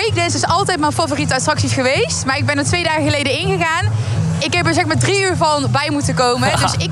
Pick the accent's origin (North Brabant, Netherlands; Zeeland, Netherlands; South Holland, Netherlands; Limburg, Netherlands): North Brabant, Netherlands; Tilburg; ik ben geboren en getogen in Tilburg.